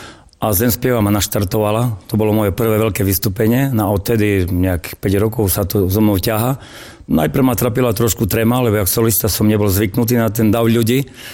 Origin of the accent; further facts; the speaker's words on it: Zemplín, Slovakia; lebo oni vyžadujú na tej Habovke, že by to bolo z nášho regiónu, že by sme nespievali, keď sme Zemplínčania, niečo zo Šariša, ale že by sme spievali svoje.